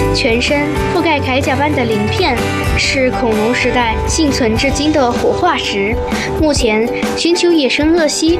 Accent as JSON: {"language": "Chinese", "town": "Hezhou", "region": "Guangxi", "country": "China", "tie": "born or raised there", "said": "我的家乡广西贺州市有世界长寿市的美称，是全国森林城市"}